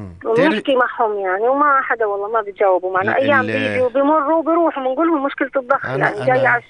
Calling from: Amman, Amman Governorate, Jordan; احنا من جويده الغربيه اول العكوم

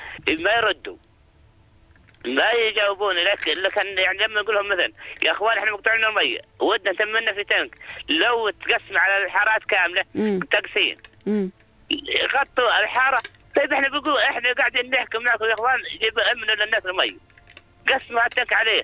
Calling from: Muraygha district, Ma'an Governorate, Jordan; أنا بحكي معاكم من منطقة الثغرة قضاء أمرغة محافظة معان.

